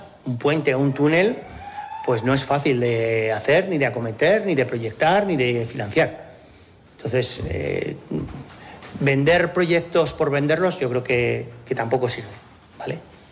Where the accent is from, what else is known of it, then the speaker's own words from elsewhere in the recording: Segovia, Castile and León, Spain; todos los segovianos tenemos derecho a acceder al casco histórico.